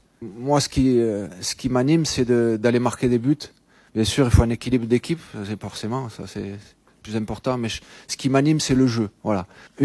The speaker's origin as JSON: {"language": "French", "country": "France", "said": "toutes ces personnes qui ont œuvré à ce qu'on puisse gagner cette Coupe du Monde chez nous en France."}